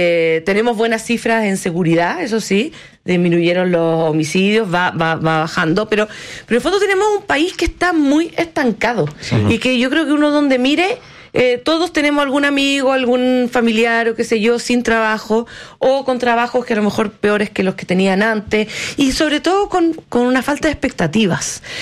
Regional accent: Chile; somos todos los chilenos

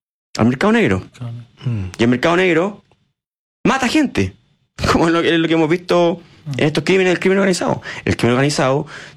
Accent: Chile

